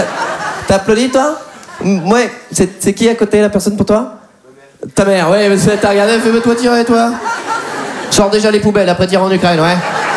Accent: Poitiers, Nouvelle-Aquitaine, France; 29 ans. Moi, je viens de Poitiers.

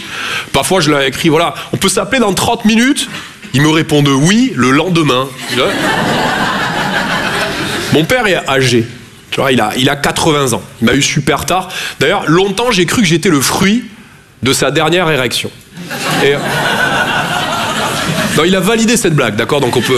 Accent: Toulouse, Occitanie, France; Je viens de Toulouse à la base. Ouais, ça s'entend un peu.

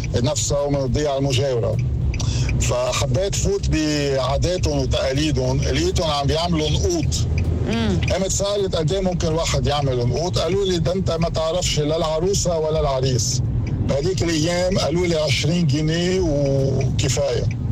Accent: Lebanon; now in Egypt; تعرف ان احنا اللبنانيين محبوبين بمصر

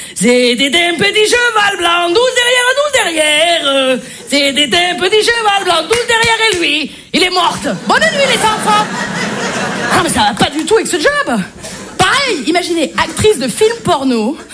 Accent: Marseille, Provence-Alpes-Côte d'Azur, France; accent: Marseille; Je m'y connais en accent, je suis marseillaise.

